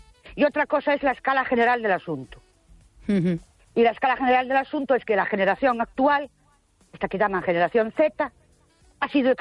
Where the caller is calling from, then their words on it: Ourense, Galicia, Spain; Buenas noches … de Orense.